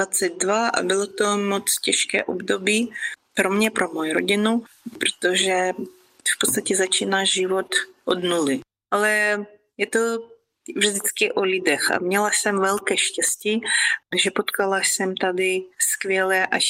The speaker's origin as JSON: {"language": "Czech", "country": "Ukraine", "second_language": "Czech", "moved": "yes", "lives_now": "Czech Republic", "said": "My v ukrajinštině taky máme pády"}